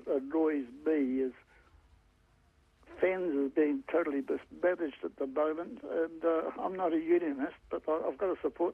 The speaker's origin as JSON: {"language": "English", "region": "Auckland", "country": "New Zealand", "tie": "born or raised there", "moved": "as an adult", "said": "Born and raised in Auckland. From all places. I came down here 12 years ago."}